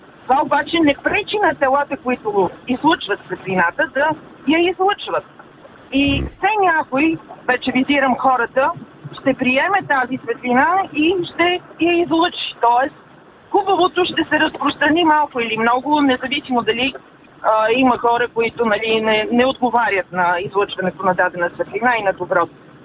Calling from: Sofia, Sofia City, Bulgaria; съм от София.

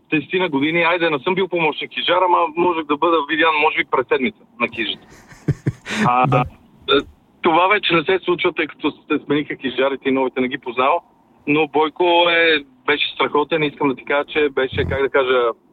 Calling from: Sofia, Sofia City, Bulgaria; от София.

